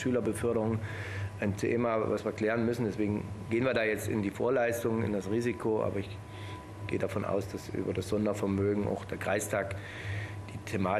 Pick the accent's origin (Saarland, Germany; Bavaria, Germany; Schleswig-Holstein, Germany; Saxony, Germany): Saxony, Germany; Görlitz district; ich komme mal selber aus der Gegend